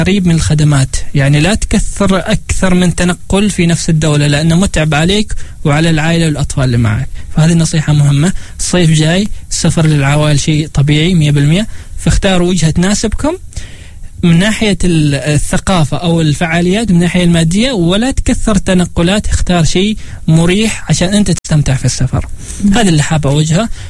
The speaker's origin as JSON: {"language": "Arabic", "country": "Oman", "said": "نحن في العمان نسميها عزبه"}